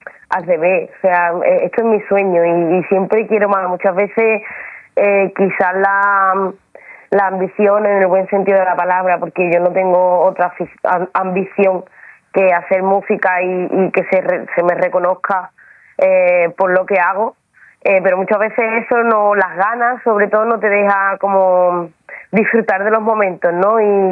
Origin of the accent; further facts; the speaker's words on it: Jerez de la Frontera, Andalusia, Spain; pero mi tierra la verdad que me causa bastante responsabilidad y me machaco mucho. Tengo que estar preparada física, mentalmente, porque ir a mi tierra a mí me cuesta bastante la salud mental.